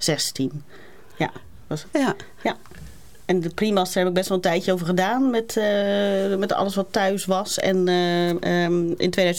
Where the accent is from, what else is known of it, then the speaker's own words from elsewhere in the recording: Ridderkerk, South Holland, Netherlands; Grotendeels in Ridderkerk. Ja, ik ben vrij vaak verhuisd, maar grotendeels in Ridderkerk. Ik ben opgegroeid in de Gereformeerd Vrijgemaakte Kerk.